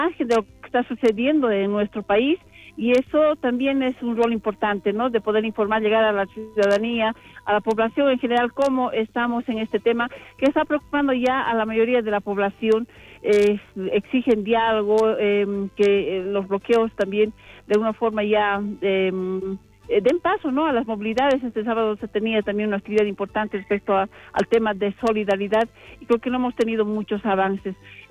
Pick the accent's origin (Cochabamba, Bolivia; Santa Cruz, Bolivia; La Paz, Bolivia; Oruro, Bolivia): Oruro, Bolivia; yo también soy del sector de Hachacarangas